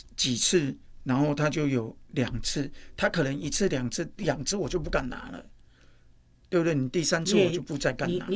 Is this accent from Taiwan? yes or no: yes; Tainan, Taiwan; 我是在台南眷村长大，那台南眷村分很多